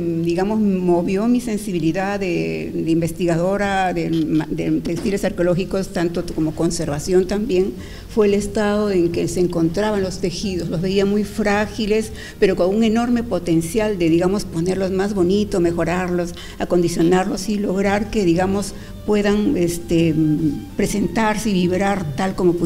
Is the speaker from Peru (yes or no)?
yes; Peru